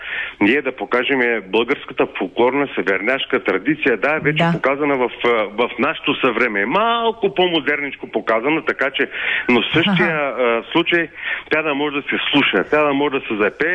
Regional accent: Gorna Oryahovitsa, Veliko Tarnovo Province, Bulgaria; аз съм от Горна Оряховица.

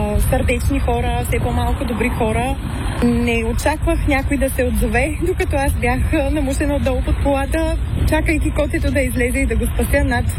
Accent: Greece; От Гърция.

